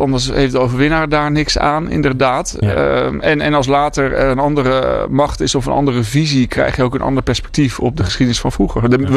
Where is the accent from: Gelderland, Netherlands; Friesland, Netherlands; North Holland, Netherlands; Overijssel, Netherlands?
North Holland, Netherlands; Heerhugowaard; moved away as an adult; also born or lived in Groningen; En ik kwam uit Heerhugowaard. Dat ligt bij Alkmaar. En ik was dus nieuw in Groningen.